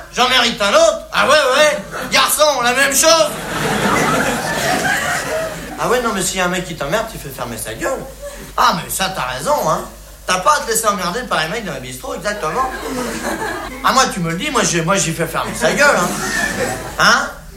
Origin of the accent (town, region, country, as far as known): France